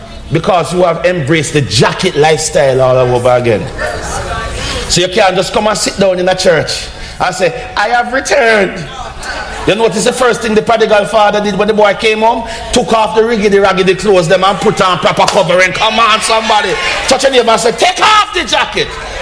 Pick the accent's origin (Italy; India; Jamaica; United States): Jamaica; growing up in Jamaica, even though I was exposed to church, church was not exposed to me.